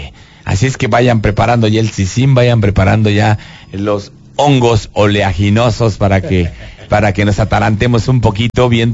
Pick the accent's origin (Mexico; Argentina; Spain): Mexico; soy pues mexicano.